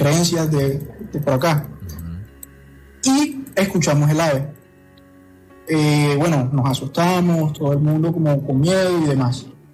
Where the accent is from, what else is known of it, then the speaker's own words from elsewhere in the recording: Ciénaga, Magdalena, Colombia; Bueno, la historia no es acá en Barranquilla, es un pueblo de Magdalena, de donde yo soy oriundo, de Siena de Magdalena.